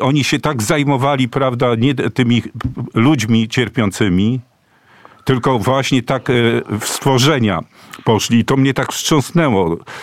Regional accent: Pomeranian Voivodeship, Poland; bo ja akurat jestem z Pomorza

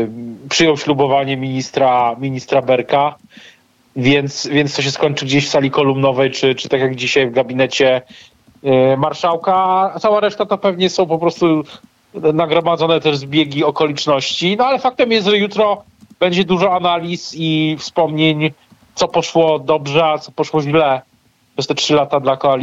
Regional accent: Kraków, Lesser Poland, Poland; ja jestem z Krakowa, więc my tak mówimy minister cały czas

